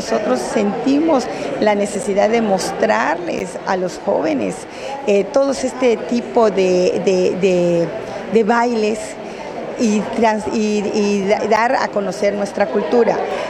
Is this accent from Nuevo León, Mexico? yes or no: no; Yucatán, Mexico; los que tenemos nosotros en Yucatán.